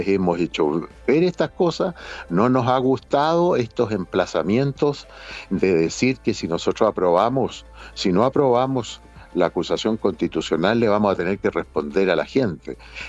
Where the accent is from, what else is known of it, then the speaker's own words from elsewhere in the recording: Magallanes and Chilean Antarctica, Chile; como nos decimos en Magallanes. Yo soy magallánico.